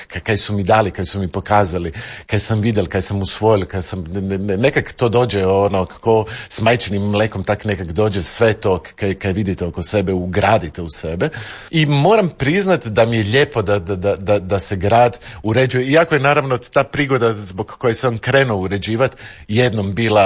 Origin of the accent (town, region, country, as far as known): Zagreb, City of Zagreb, Croatia